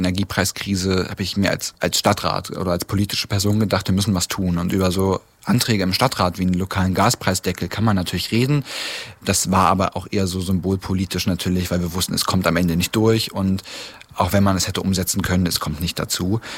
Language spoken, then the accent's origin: German; Weißenfels, Saxony-Anhalt, Germany; wir nicht mehr sagen, wir sind aus Weißenfels bei Leipzig oder bei Halle, sondern sagen, wir sind aus Weißenfels